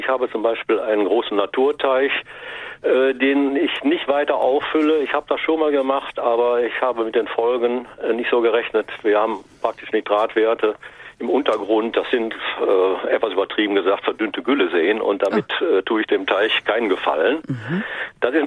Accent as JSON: {"language": "German", "region": "North Rhine-Westphalia", "country": "Germany", "tie": "born or raised there", "said": "Niederschlag haben im westlichen Niederrheingebiet. Das ist meine Heimat, da habe ich also langjährige Beobachtungen gemacht"}